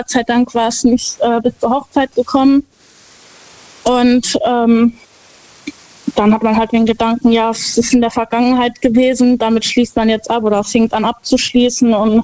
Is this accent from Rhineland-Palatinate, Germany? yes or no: yes; Herxheim, Rhineland-Palatinate, Germany; Ich komme aus Herxheim bei Landau.